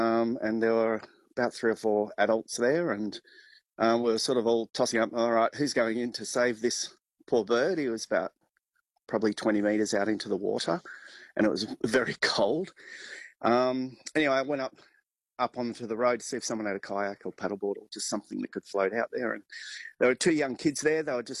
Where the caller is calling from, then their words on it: St George, Queensland, Australia; We're currently at St George, heading our way all the way down to Broken Hill to the Monday Bash.